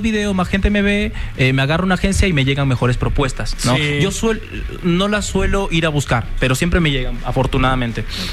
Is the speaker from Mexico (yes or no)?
no; Peru; moved away as an adult; now in Buenos Aires, Argentina; yo nací en Perú, en un casi pueblito, ciudad pequeña, ¿no?